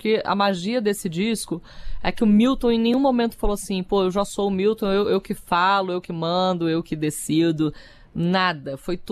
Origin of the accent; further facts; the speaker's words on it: Niterói, Rio de Janeiro, Brazil; Ronaldo Bastos é meu conterrâneo, né? Porque eu sou de Niterói